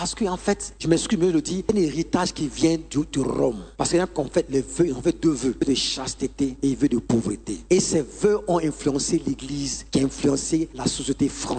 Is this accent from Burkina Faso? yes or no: yes; Burkina Faso; Moi, je viens du Burkina Faso.